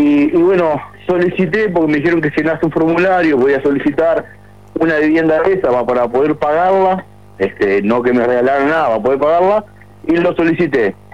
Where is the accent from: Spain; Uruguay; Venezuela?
Uruguay; Maldonado; Yo soy oriundo de Maldonado, viví toda la vida acá, nacido y criado